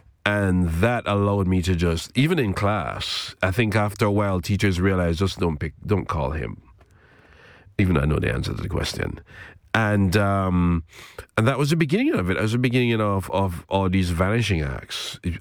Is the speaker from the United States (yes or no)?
no; Portmore, Saint Catherine Parish, Jamaica; Well, I was Kingston adjacent, actually. I was in a suburb called Portmore.